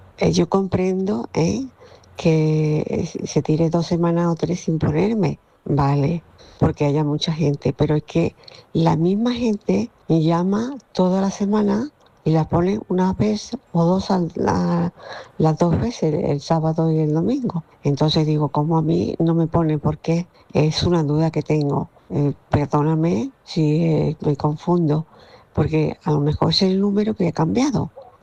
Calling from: Córdoba, Andalusia, Spain; de Córdoba.

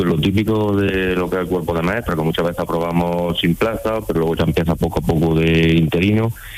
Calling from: Hinojosa del Duque, Andalusia, Spain; en el Colegio Maestro Jurado en Hinojosa del Duque, que es de donde yo soy original.

